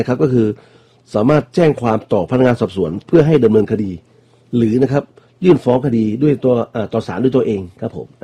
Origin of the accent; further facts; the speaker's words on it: Northern Thailand, Thailand; now in Bangkok, Thailand; ตัวผมเองเนี่ยโตมาในภาคเหนือนะครับ